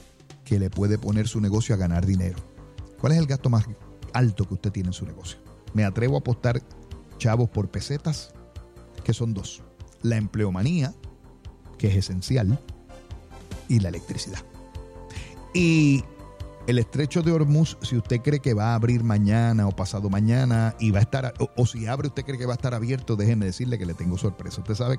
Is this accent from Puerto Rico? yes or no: yes; Puerto Rico; buenos puertorriqueños